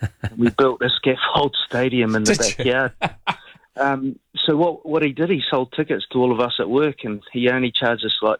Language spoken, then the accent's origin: English; Auckland, New Zealand; I grew up in Auckland and got to go to lots of concerts, I guess.